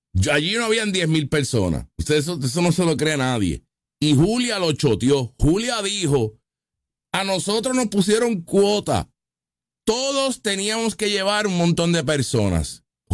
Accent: Puerto Rico

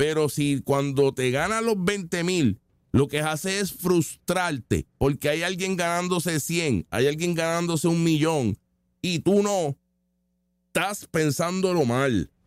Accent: Puerto Rico

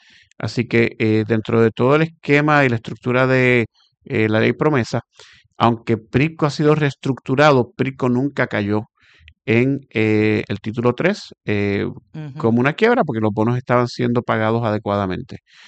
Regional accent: Puerto Rico; como puertorriqueños queremos lo contrario

